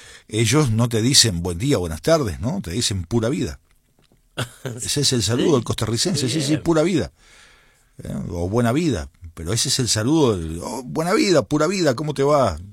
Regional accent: Uruguay

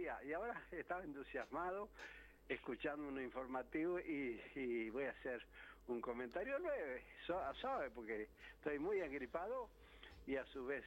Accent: Montevideo, Uruguay; moved away; cuando yo, años atrás, cuando me vine de Montevideo para acá, usted me escuchaba a mí, iba a ver una fiera.

